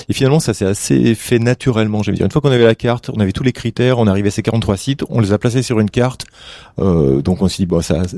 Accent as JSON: {"language": "French", "region": "Auvergne-Rhône-Alpes", "country": "France", "tie": "born or raised there", "said": "mais moi je suis originaire de l'Allier, donc je connais bien ce site."}